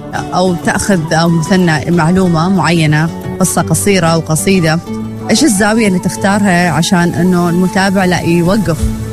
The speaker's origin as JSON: {"language": "Arabic", "country": "Oman", "said": "حتى يعني دائما يشوفون إحنا عمانيين غير سمحين"}